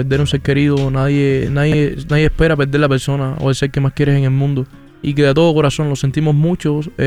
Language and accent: Spanish; Cuba; Que todos los cubanos estamos con Venezuela.